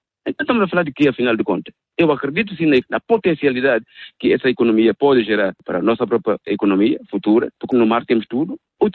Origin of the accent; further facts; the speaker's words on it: São Tomé & Príncipe; Fomos todos portugueses. Até bem pouco tempo éramos todos portugueses, que se adequava naturais de São Tomé.